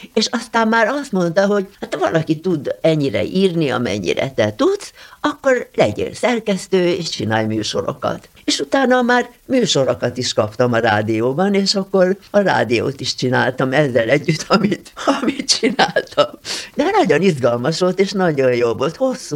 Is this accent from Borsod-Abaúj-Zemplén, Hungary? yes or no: no; Alsóörs, Veszprém County, Hungary; én Alsősen együtt nőttem fel. Mert én gyerekkoromban a poros utakon jártam, és ott semmi nem volt szinte